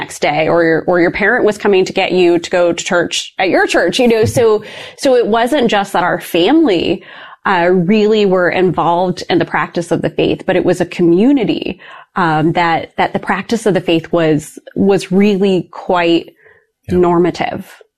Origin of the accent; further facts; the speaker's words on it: Ohio, United States; So I grew up in a very rural part of Ohio. And my family, we were church goers. My grandfather on my dad's side was a Baptist minister who started three congregations.